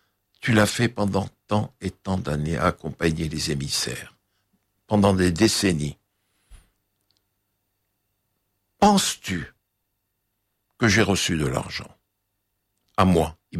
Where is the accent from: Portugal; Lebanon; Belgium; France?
Lebanon; Je suis Libanais.